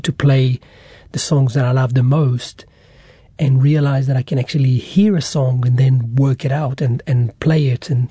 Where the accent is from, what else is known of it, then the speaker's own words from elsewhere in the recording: Israel; And area I grew up in Israel was surrounded by Arabic villages.